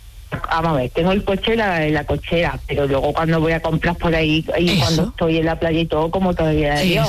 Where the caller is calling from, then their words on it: Jaén, Andalusia, Spain; yo soy de Jaén